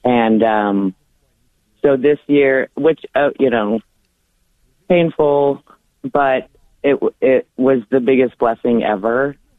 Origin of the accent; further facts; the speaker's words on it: Omaha, Nebraska, United States; I just want to first say I'm originally from Omaha